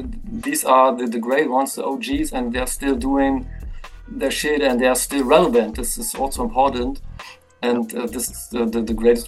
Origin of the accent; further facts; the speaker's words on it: Berlin, Germany; I'm from Germany, from the old GDR generation. I'm from the east side of Berlin